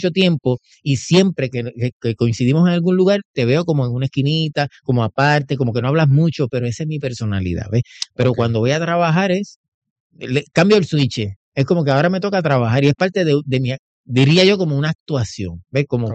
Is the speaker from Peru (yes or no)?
no; Juncos, Puerto Rico; also born or lived in Caguas; En Juncos, ahí estudié escuela elemental, intermedia, en el hospital regional de Caguas nací, porque obviamente en Juncos pues no se atienden partos, pero nací en Caguas y luego paso a Juncos y ahí crecí, ahí me crié y actualmente vivo en Juncos.